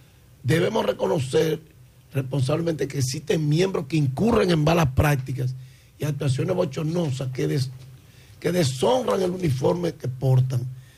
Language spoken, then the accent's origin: Spanish; Dominican Republic; Al final, todos somos dominicanos